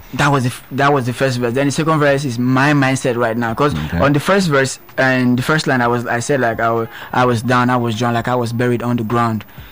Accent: Delta, Nigeria; also born or lived in Benin City; now in Lagos, Nigeria; I'm from Delta State, so I was hustling in Benin.

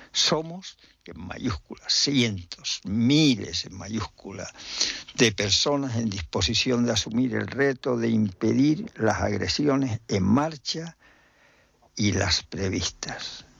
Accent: Guatiza, Canary Islands, Spain; la zona de la Vega de Guatiza, donde yo nací en Guatiza

